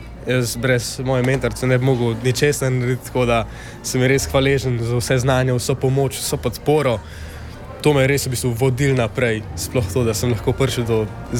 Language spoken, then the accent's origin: Slovenian; Škofja Loka, Upper Carniola, Slovenia; now in Vipava, Slovenia; sem dijak Škofijske gimnazije Vipava. V bistvu sem iz Škofje Loke, zato sem pa tudi v dijaškem domu v Vipavi.